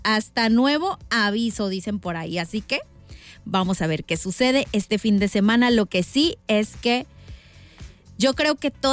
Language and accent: Spanish; Mexico; Todos somos mexicanos